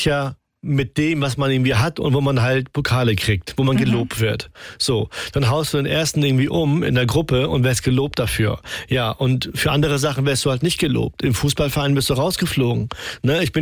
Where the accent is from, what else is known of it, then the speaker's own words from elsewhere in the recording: Germany; born there; Ich bin hier geboren, 88, in Stolzburg. So, spreche Hochdeutsch.